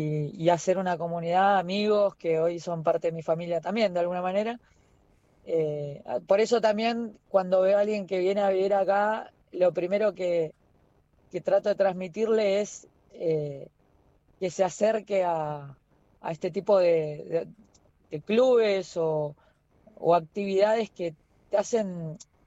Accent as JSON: {"language": "Spanish", "town": "San Carlos de Bariloche", "region": "Río Negro", "country": "Argentina", "moved": "as an adult", "lives_now": "Tierra del Fuego, Argentina", "said": "yo soy de Bariloche, pero conocí Tierra del Fuego a los 20 años"}